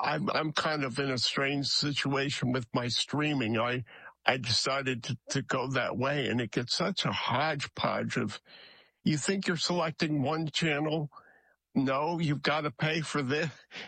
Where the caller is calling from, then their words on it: Pennsylvania, United States; I'm from Pennsylvania.